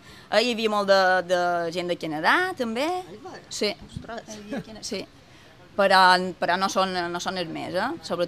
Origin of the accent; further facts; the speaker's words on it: Felanitx, Balearic Islands, Spain; Ja me fa llàstima, perquè jo, per exemple, ja som de Porto Colom, i Felanitx, que ha estat el meu poble tota la vida, és un poble mort